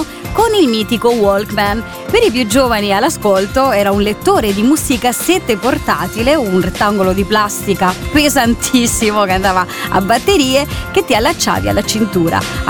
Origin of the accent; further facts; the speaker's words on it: Spain; Italian is a second language; In quegli anni spopolava la Italo Disco, visto che insomma io sono spagnola, l'ascoltavamo anche lì.